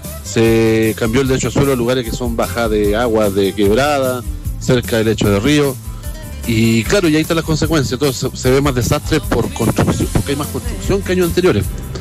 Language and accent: Spanish; Coquimbo, Chile; Mira, César, yo soy de Coquimbo.